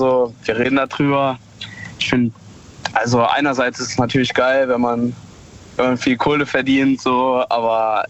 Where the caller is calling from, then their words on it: Trier, Rhineland-Palatinate, Germany; Ich komme von der Nähe, aus Trier.